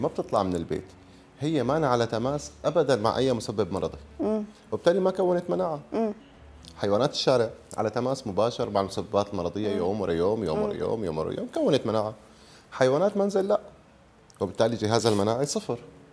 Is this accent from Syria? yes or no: yes; Syria; نحن بسوريا